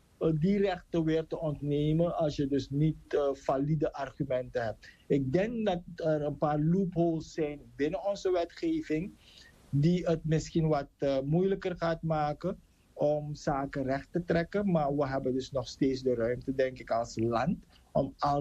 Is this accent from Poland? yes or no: no; Suriname; zoals we dat als Surinamers graag willen